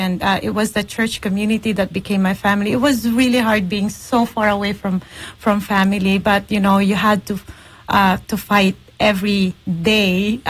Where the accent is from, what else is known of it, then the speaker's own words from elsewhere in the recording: Philippines; So, I grew up in the Philippines, hindi naman po kami lumaking mayaman, you know, sa probinsya lumaki.